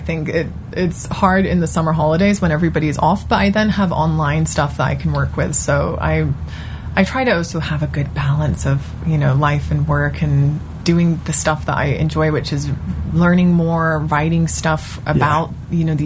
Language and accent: English; Hong Kong; growing up in Hong Kong